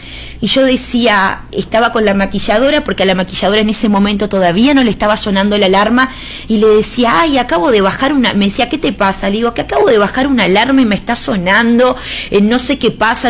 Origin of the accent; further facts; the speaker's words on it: Uruguay; now in Venezuela; como uruguaya que soy